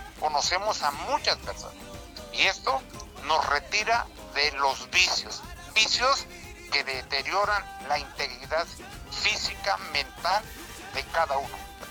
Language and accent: Spanish; Tlaxiaco, Oaxaca, Mexico; moved away; muchos tlaxiaqueños estaremos presentes allá aplaudiéndoles, y cómo no, diciendo, soy de Tlaxiaco, que es lo más importante para todos los que salimos de nuestra tierra y que radicamos ya en otro lugar, Héctor.